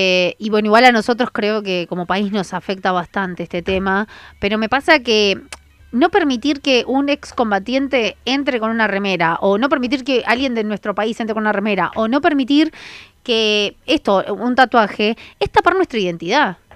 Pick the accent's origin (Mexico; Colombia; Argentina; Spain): Argentina; por lo menos a mí, como argentina